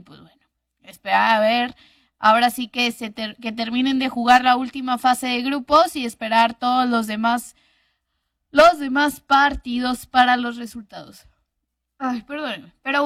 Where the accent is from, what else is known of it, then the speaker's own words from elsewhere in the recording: Monterrey, Nuevo León, Mexico; soy regia.